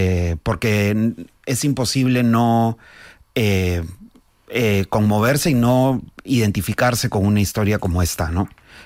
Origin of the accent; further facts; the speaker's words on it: Peru; que yo soy peruano.